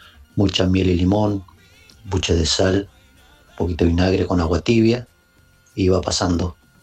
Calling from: Río Negro, Argentina; de Río Negro.

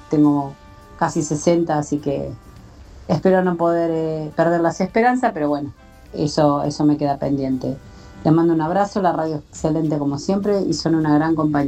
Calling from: Loma Hermosa, Buenos Aires Province, Argentina; de Loma Hermosa.

